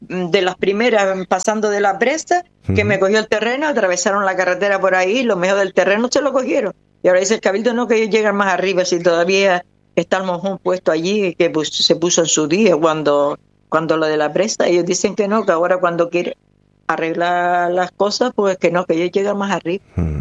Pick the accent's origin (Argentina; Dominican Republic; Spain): Spain; Canary Islands; born there; yo nací en esa zona, en el Lomito Coneja